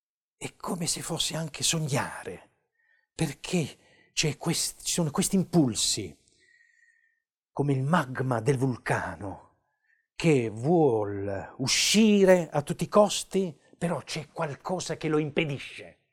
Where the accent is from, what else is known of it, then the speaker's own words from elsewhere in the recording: Apulia, Italy; un sasso della mia terra, delle Murge